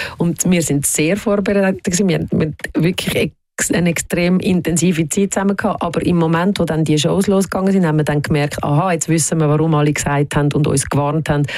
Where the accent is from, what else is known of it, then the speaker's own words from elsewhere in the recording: Zollikerberg, Zurich, Switzerland; Auf der anderen Seite bin ich hier in der Schweiz aufgewachsen und hatte sehr behütete Kindheit gehabt. Ich bin ein Waldkind gewesen. Ich bin neben dem Wald aufgewachsen.